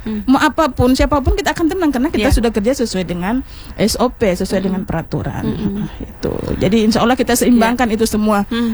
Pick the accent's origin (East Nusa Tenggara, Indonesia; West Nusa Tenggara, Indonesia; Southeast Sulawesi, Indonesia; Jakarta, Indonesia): Southeast Sulawesi, Indonesia; Memang saya suku Munan tapi kita besar di sini.